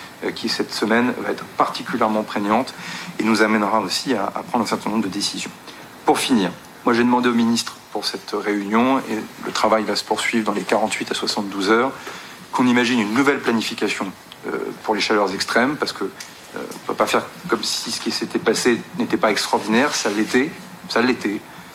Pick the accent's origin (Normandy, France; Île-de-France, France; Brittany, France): Normandy, France; now in Vernon, France; comme on dit chez moi en Normandie